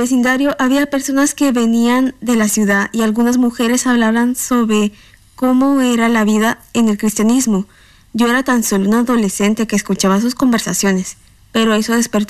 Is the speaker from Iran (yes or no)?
yes; Iran; Me preocupaba que al regresar a mi ciudad natal, la gente supiera que era cristiana.